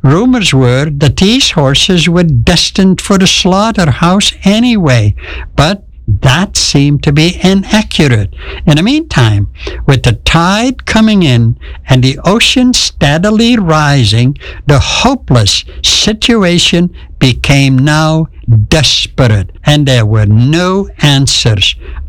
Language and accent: English; Marum, Groningen, Netherlands; near Marum, Friesland. That is the place where I grew up in World War II.